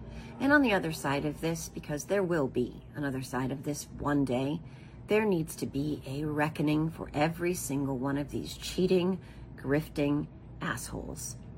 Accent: United States

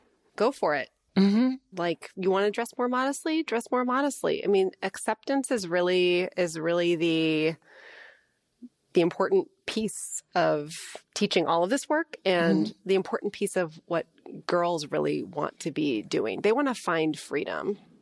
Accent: United States; Well, look, I'm an American. That's what I know.

